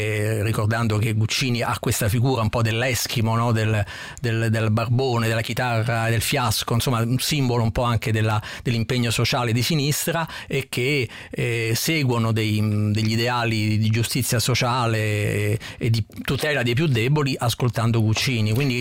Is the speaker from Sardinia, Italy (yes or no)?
no; Rome, Lazio, Italy; lo diciamo da romani